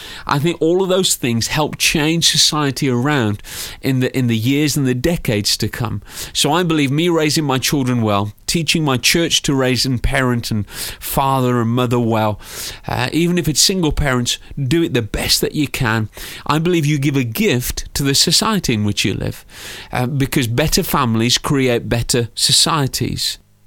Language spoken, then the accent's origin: English; Wolverhampton, West Midlands, United Kingdom; I'm from Wolverhampton